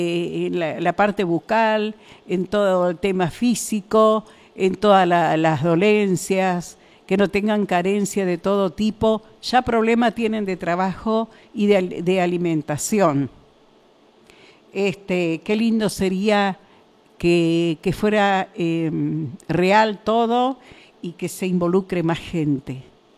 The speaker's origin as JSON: {"language": "Spanish", "country": "Argentina", "said": "Somos todos argentinos"}